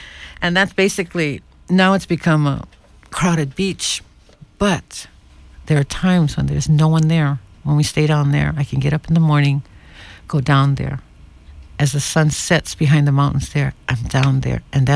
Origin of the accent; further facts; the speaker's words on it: Hawaii, United States; I'm a Hawaiian